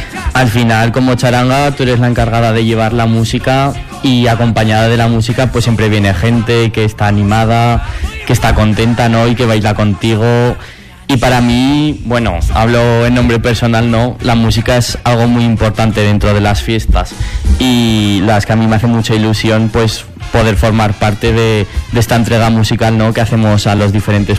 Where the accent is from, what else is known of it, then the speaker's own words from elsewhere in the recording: Aragon, Spain; como somos de Aragón